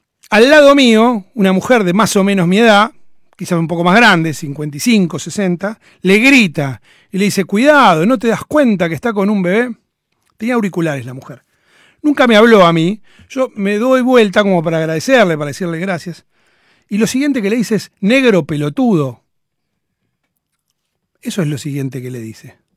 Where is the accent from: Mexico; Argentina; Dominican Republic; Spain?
Argentina